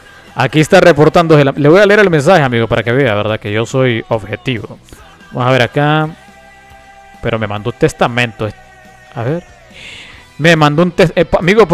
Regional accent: Honduras; Yo soy hondureño.

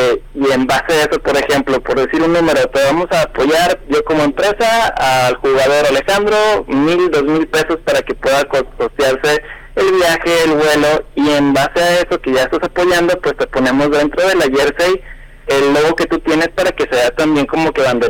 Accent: Mexico; como mexicanos podemos participar también en torneos nacionales e internacionales

